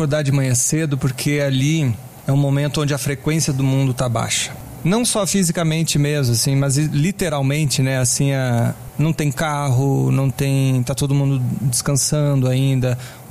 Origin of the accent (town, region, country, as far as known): Rio Grande do Sul, Brazil; born or raised there; also born or lived in Brasília